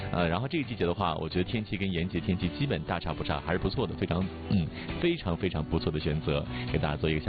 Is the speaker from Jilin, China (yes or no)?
yes; Jilin, China; 因为吉林市有好多美食，因为是我的家乡嘛